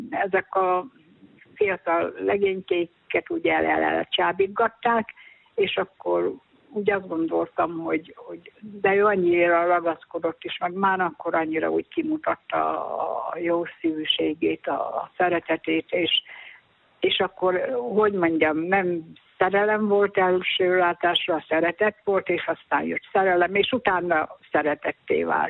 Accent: Paszab, Szabolcs-Szatmár-Bereg, Hungary; born there; moved away as an adult; now in Ibrány, Hungary; hát végül is képzelje már el, hogy én Paszabon születtem, ahol a híres világhírű paszabi szőtteseket szövik.

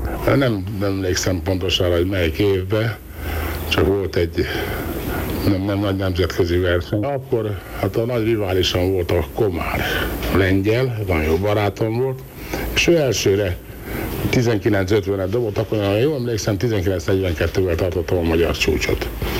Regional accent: Hungary; Először is már magyar vagyok, és ez a legtermészetesebb, hogy itthon a legjobb környezetben, itt a legjobb versenyezni.

